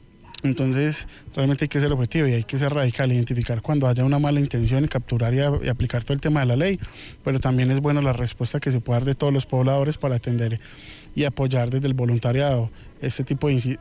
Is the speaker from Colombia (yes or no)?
yes; Medellín, Antioquia, Colombia; vengo desde la ciudad de Medellín.